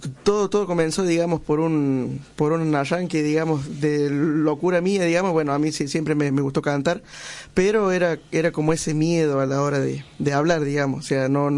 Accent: Córdoba, Argentina; Mira, sí, yo soy de Córdoba, capital.

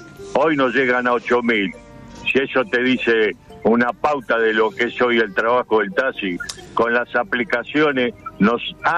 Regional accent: Buenos Aires, Argentina; born there; nací en La Boca, barrio más humilde que ese, en un conventillo.

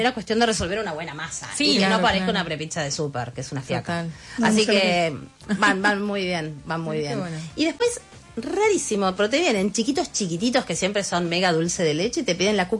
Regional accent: Argentina

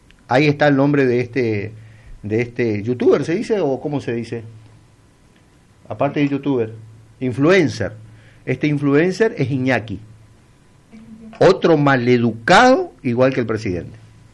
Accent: Argentina; Yo, la verdad que como argentino y como votante de Milei

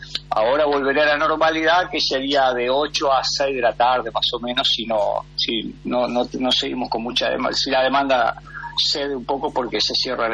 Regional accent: Argentina; now in Japan

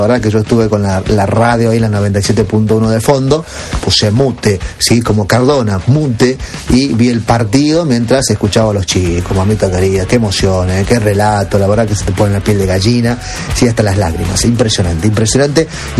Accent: Argentina; soy argentino.

